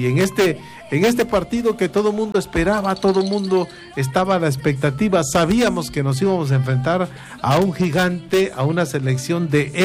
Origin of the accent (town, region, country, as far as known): Mexico